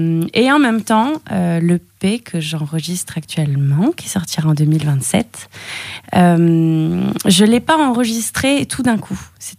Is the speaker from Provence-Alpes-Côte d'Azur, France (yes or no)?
no; Brittany, France; moi, en tant que petite bretonne qui part à New York City